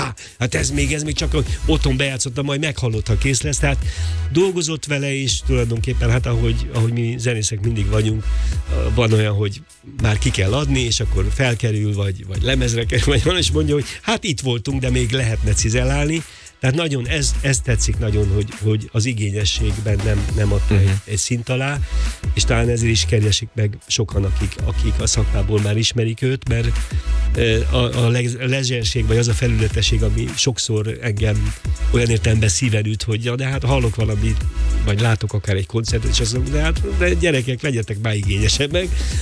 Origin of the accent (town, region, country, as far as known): Pomáz, Pest, Hungary; born or raised there